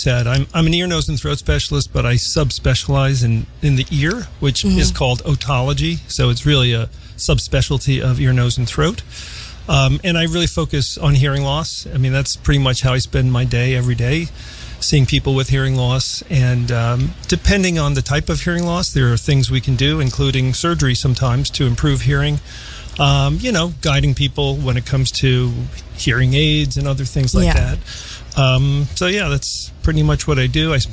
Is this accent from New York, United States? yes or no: yes; New York, United States; born there; now in New York City, United States; I was born in New York City, which I know is rare for New Yorkers.